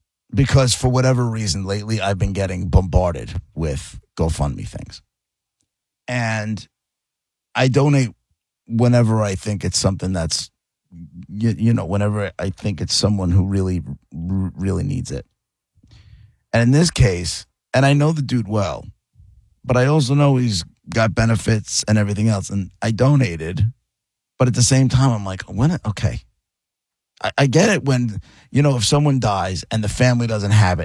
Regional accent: Deer Park, United States; And it's from the town that I grew up in Deer Park.

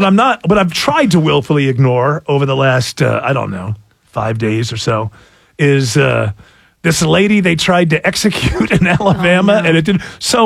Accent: England, United Kingdom; I'm English, so I know 34 people named Nigel.

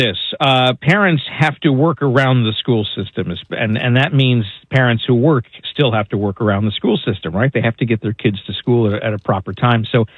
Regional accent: New York, United States; now in Florida, United States; I grew up in New York

